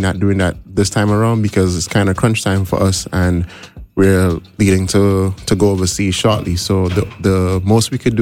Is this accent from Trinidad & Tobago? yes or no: yes; Trinidad & Tobago; I'm sorry if my accent is coming out a bit too much. I'm from Trinidad, yes.